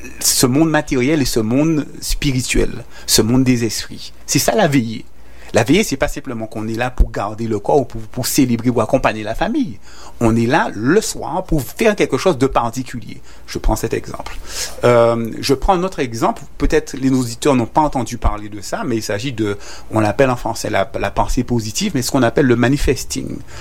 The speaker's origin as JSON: {"language": "French", "region": "Guadeloupe", "country": "France", "said": "particulièrement, je reste chez nous en Guadeloupe, qui sont d'ordre culturel."}